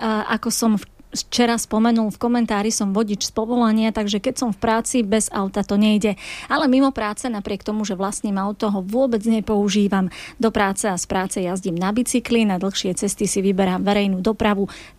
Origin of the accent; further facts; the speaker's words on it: Poland; Slovak is a second language; now in Slovakia; Pochádzam z Poľska a ešte keď som tam žil, prešiel som na bicykli trasu okolo Bane na Hnedé uhlie v Belchatúve.